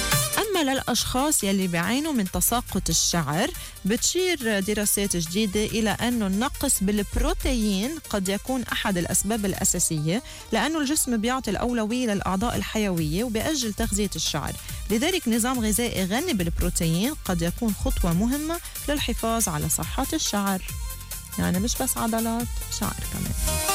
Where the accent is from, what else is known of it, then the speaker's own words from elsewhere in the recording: Lebanon; كلبنانيين